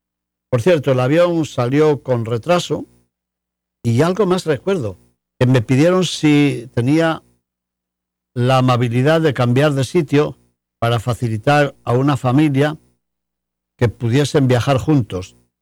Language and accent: Spanish; León, Castile and León, Spain; y también tuve la oportunidad para pronunciar en León, mi ciudad natal de León, una conferencia sobre San Isidoro